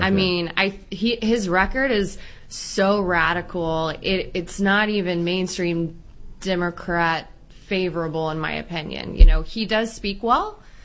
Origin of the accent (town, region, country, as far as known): Round Rock, Texas, United States; born or raised there